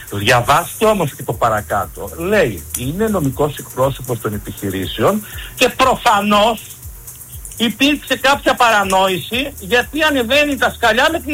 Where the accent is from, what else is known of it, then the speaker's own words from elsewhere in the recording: Avdella, Western Macedonia, Greece; Καταγόμενος από την Αυδέλα Γρεβενών, όπως ξέρετε.